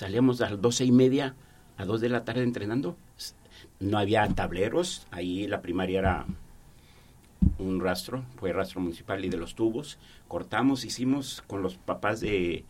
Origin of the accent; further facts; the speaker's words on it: El Llano, Aguascalientes, Mexico; moved away as an adult; now in Poza Rica, Mexico; yo soy originario de Los Conos, el Llano, Aguascalientes, orgullosamente. Llegué aquí en el 82 al estado de Veracruz como maestro de primaria. Sí, llegué aquí a Poza Rica en el 86, anduve por Pisaflores, Santa María Pipilhuasco